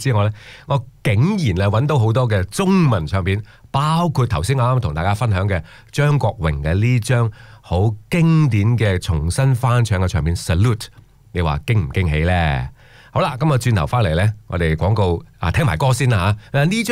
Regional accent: Australia; 不过咧，咁我哋澳洲人咧

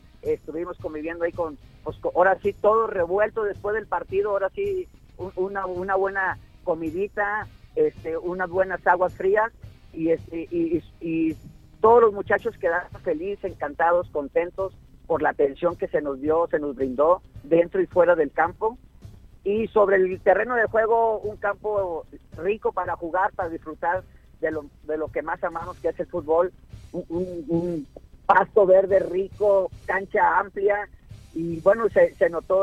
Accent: Nayarit, Mexico; somos exprofesionales de Nayarit

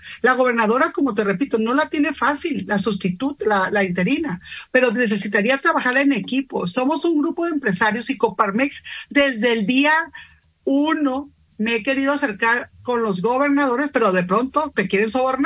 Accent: Sinaloa, Mexico; trabajamos sentados, porque así somos los sinaloenses, de frente, para trabajar y contribuir.

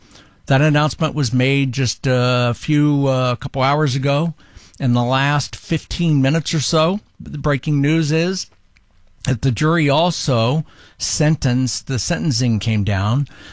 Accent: Columbus, Ohio, United States; if you don't know about … I was born and raised up in Columbus, Ohio, back in the 70s and 80s.

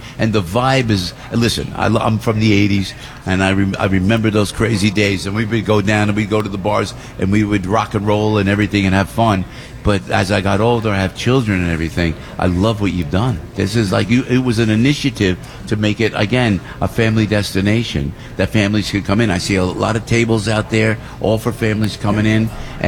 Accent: Passaic, New Jersey, United States; born there; Is that on Passaic? I was born in Passaic.

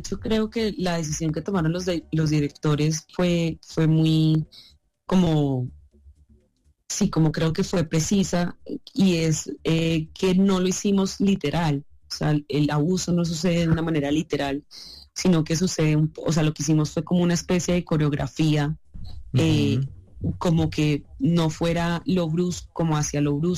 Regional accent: Barranquilla, Atlántico, Colombia; yo soy barranquillera, pero no me identifico como, o sea, no soy de clase alta, no vengo de ahí, de esos orígenes.

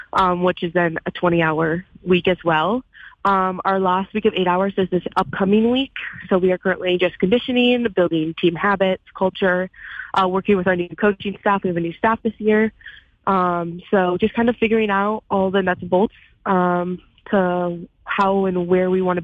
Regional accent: Michigan, United States; It means a lot to me to represent my home state, especially in a sport that is not a primary sport in the state of Michigan

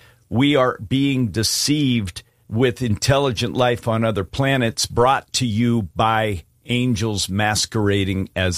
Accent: Alaska, United States; Being born and raised in Alaska and having covered the state by dog team for thousands of miles, you would have thought I'd have seen one.

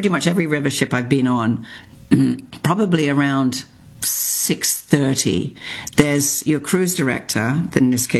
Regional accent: England, United Kingdom; In all the time I've learned about history and the war and growing up in England and learning about it

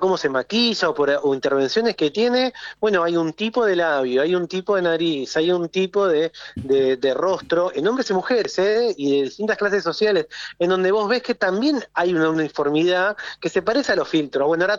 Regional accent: Campana, Buenos Aires Province, Argentina; Yo pensaba, yo nací en 1980, mi cuarto adolescente, soy de provincia de Buenos Aires, ciudad de Campana, el cuarto de mi casa era, lo compartía con mi hermano

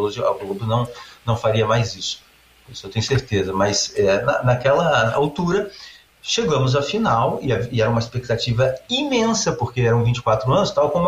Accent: Brazil; e eu, como brasileiro, também, felizaço da vida de novamente

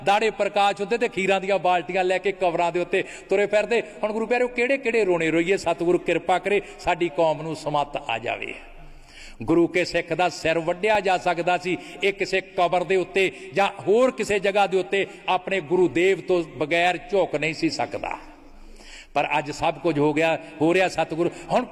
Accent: Punjab, India; ਮੇਰਾ ਕਪੂਰਥਲੇ ਦੇ ਲਾਗੇ ਪਿੰਡ ਹੈ, ਮੇਰਾ ਜ਼ਿਲ੍ਹਾ ਕਪੂਰਥਲਾ ਹੈ।

